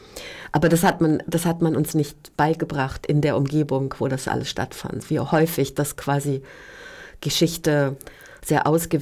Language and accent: German; Lower Saxony, Germany; Ich komme aus so einer merkwürdig hybriden Stadt, die eigentlich auch eine nationalsozialistische Gründung war, wo Erz gefunden wurde, die dann später als Hermann-Göring-Stadt versucht wurde, umzubenennen